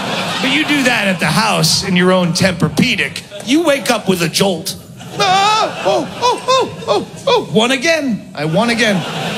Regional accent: San Francisco, California, United States; San Francisco.

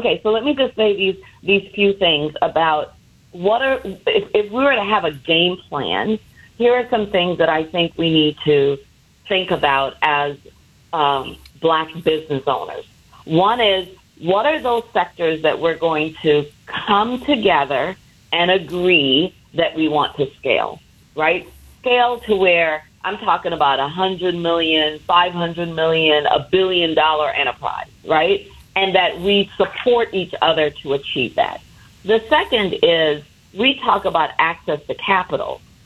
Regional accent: Jamaica; moved away; I remember growing up in Jamaica

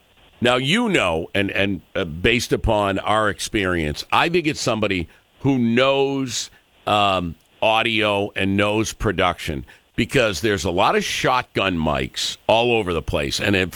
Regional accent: Ireland; Well, I know that as an Irishman.

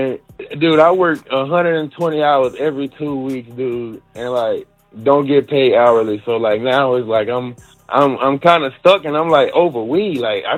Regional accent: Charlotte, North Carolina, United States; from Charlotte.

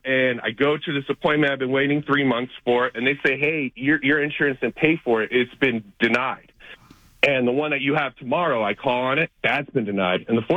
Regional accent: Colorado, United States; moved away as an adult; also born or lived in Denver; now in Las Vegas, United States; I actually grew up in Colorado

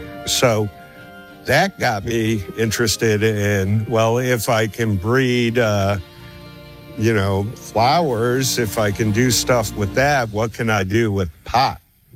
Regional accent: New York, United States; You know, growing up in New York in a half Italian family, I was exposed to pepper flakes and pepperoncini and cherry peppers and things like that.

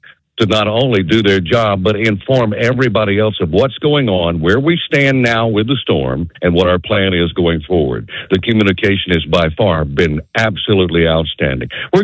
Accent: Tuscaloosa County, Alabama, United States; now in Northwest Florida, United States; Tuscaloosa County, which is my hometown

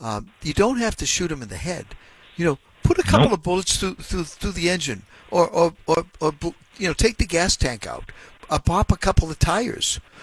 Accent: Boston, Massachusetts, United States; When I grew up in Boston, it was rare to see a black police officer.

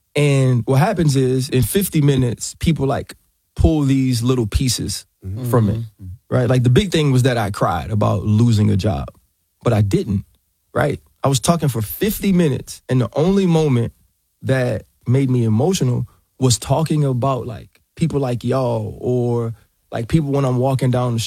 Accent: Louisiana, United States; I grew up on the West Bank

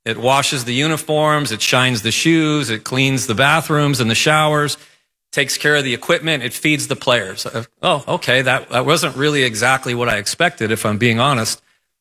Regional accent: New Haven, Connecticut, United States; moved away as an adult; my hometown of New Haven, Connecticut

